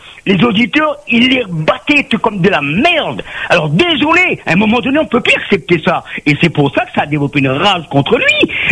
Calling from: Réunion; Moi, je suis de La Réunion, je suis réunionnais.

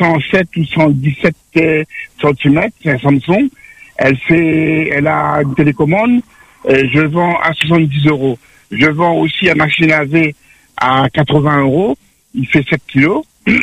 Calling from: Saint-Pierre, Réunion; Je suis sur Saint-Pierre.

